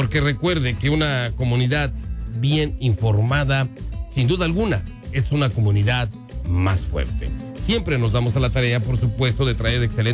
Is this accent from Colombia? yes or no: no; Mexico; nosotros como mexicanos, que nos tocó vivir en el 85